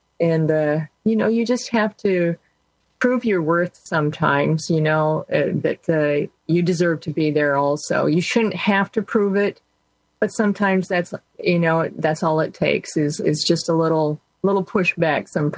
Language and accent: English; Iowa, United States; reserves again back in Iowa. So I was very, very fortunate. I could, you know, stay basically in my home state